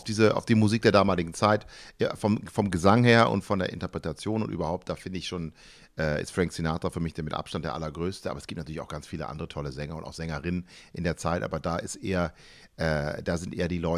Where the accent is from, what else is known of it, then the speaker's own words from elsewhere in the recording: Germany; Ich bin in Deutschland groß geworden, bin Deutscher.